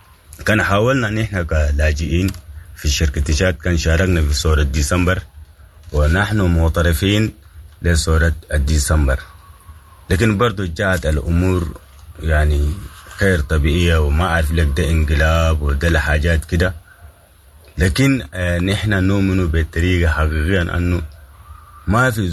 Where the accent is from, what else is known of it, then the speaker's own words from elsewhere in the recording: Sudan; نحن سودانيين وأفارقة